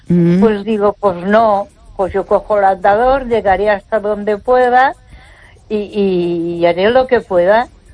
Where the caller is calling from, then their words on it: Ponferrada, Castile and León, Spain; Buenas noches, Esther … de Ponferrada.